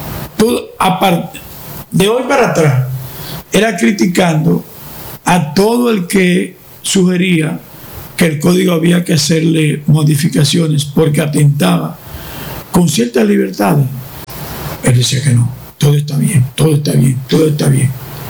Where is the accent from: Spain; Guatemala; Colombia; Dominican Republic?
Dominican Republic; Ponen entredicho nuestra nacionalidad. ¿Qué hay? Los dominicanos.